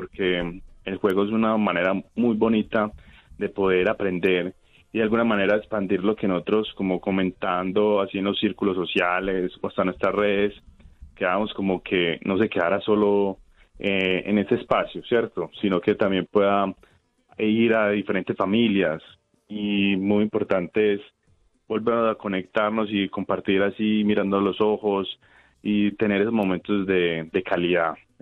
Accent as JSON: {"language": "Spanish", "country": "Colombia", "said": "Mira, es que el dilema que hemos tenido nosotros como colombianos"}